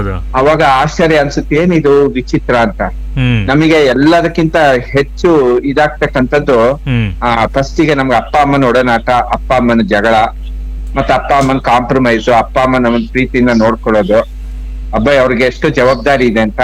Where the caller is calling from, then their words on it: Shivamogga, Karnataka, India; Vidyanagar, Shivamogga.